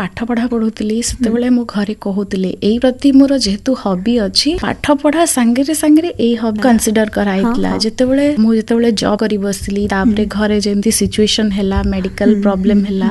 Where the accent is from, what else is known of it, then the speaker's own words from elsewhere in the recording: Bargarh, Odisha, India; also born or lived in Hirakud; ମୋ ଜନ୍ମ ହେଇଛି ହୀରାକୁଦରେ, ଲେକିନ୍ ମୋର ଘର ହଉଛି ବରଗଡ଼। ବରଗଡ଼ରେ ମା ବାପା ସେଠି ଚାକିରି କରୁଥିଲେ, ଆମକୁ ସେଠି ରହିବାକୁ ପଡିଲା